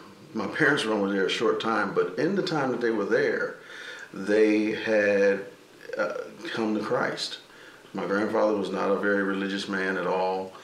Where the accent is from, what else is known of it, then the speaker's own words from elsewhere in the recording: Ohio, United States; also born or lived in New Jersey; Interestingly, I was born in New Jersey, and when we moved to Ohio, I was probably 8 or 9 years old when we moved to Ohio